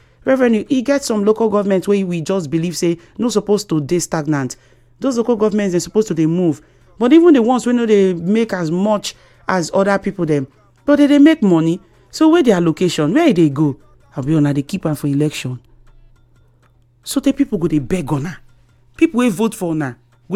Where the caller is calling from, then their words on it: Buguma, Rivers, Nigeria; I'm writing from Asari Tori, local government area in Buguma City.